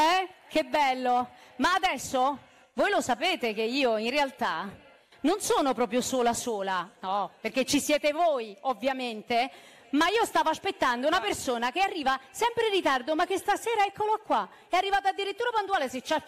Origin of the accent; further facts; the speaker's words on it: Naples, Campania, Italy; io, da napoletana